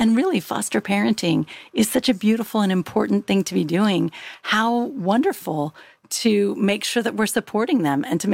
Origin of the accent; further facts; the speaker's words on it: Middletown, California, United States; I grew up near Middletown in Valley, California.